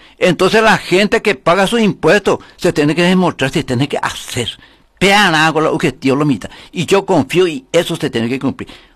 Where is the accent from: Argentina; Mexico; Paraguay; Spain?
Paraguay; Carapeguá, Paraguarí; siempre como paraguayo, carapegueño, y como el correligionario.